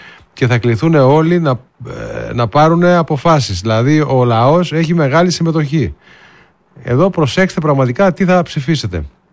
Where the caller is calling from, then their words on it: Chalcis, Central Greece, Greece; από Χαλκίδα.